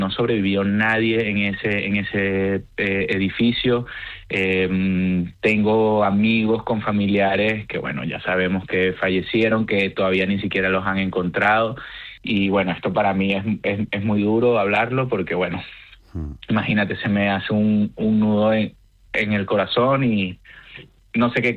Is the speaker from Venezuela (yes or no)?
yes; Caracas, Capital District, Venezuela; born there; primero quisiera aclarar que aunque soy, o sea, que nací en Caracas, soy español de origen.